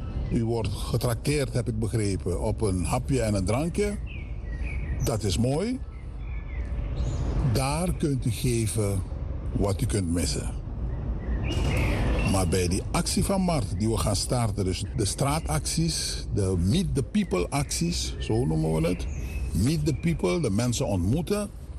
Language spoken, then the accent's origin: Dutch; Suriname; Maar die uitdaging moeten wij als Surinamers aanvaarden.